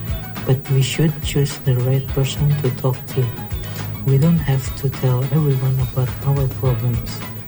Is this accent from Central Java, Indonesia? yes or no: yes; Boyolali, Central Java, Indonesia; English is a second language; I'm from Boyolali.